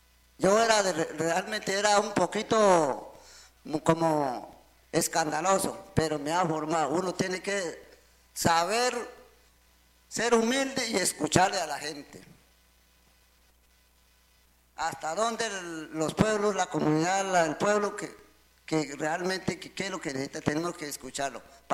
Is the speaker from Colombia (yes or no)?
yes; Arauca, Colombia; Spanish is a second language; Venimos todo el pueblo indígena del departamento de Arauca, vinimos de Tames, Sicuanes, Betoy